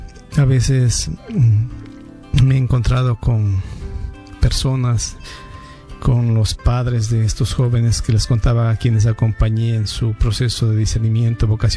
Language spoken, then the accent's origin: Spanish; Ecuador; Estuve por una temporada corta, en realidad 5 meses, y luego pues regresé también ya a mi país de origen. Y hoy me encuentro trabajando en Ecuador